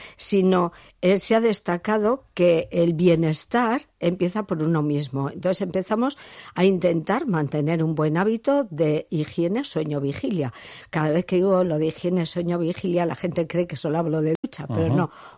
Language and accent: Spanish; Serantes, Basque Country, Spain; born there; como en mi pueblo, hasta el Serantes